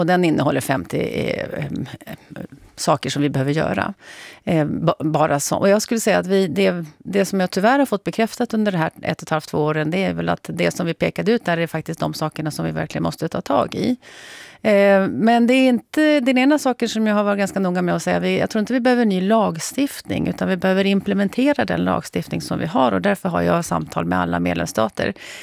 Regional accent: Avesta, Dalarna County, Sweden; Sen är jag uppvuxen i Avesta

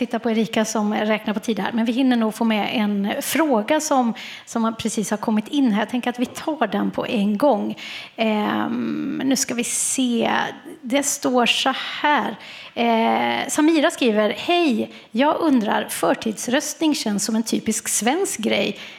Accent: Borås, Västra Götaland County, Sweden; born there; Tillbaka på min gamla skola, Myroskolan i Brämhult i Borås.

